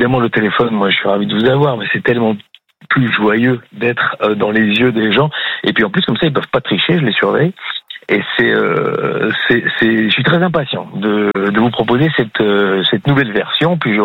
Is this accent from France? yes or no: no; Brussels, Belgium; moi en tant que Belge